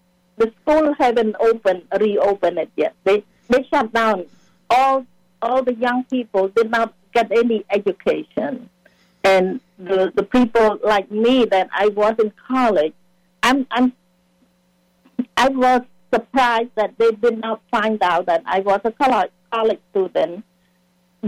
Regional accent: Battambang, Cambodia; born or raised there; English is a second language; moved away

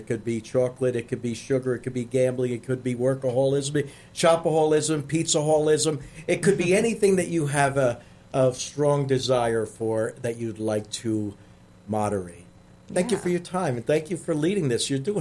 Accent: New Jersey, United States; now in Florida, United States; I'm from Jersey outside of New York

